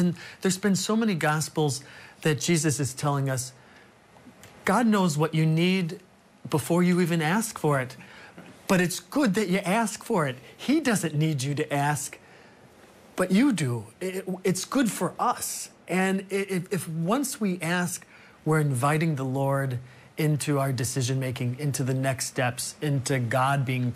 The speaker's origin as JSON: {"language": "English", "town": "Chicago", "region": "Illinois", "country": "United States", "lives_now": "New York, United States", "said": "I come from Chicago, where deep dish and stuffed pizza and all that."}